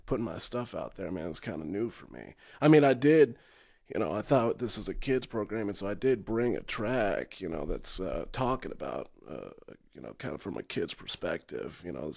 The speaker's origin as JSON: {"language": "English", "town": "McKinney", "region": "Texas", "country": "United States", "tie": "born there", "lives_now": "Austin, United States", "said": "For now, I guess I'm from Austin. You could say that. Yeah. Where were you born? Oh, outside of McKinney."}